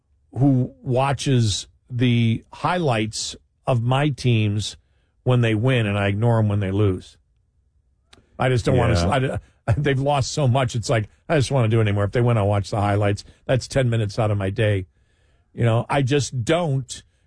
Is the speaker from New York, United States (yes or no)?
yes; Buffalo, New York, United States; I used to go to NBA games when I was a kid, when I grew up in Buffalo, with the Buffalo Braves.